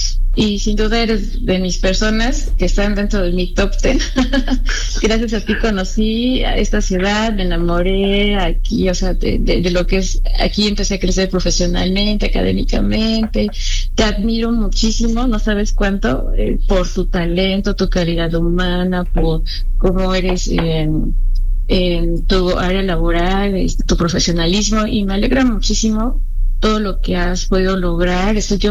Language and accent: Spanish; Mexico City, Mexico; now in Cuernavaca, Mexico; bueno, yo soy de la Ciudad de México.